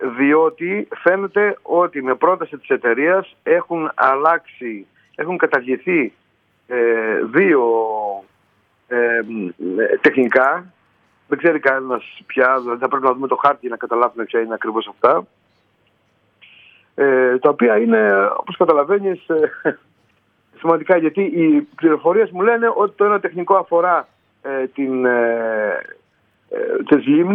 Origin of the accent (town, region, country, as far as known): Crete, Greece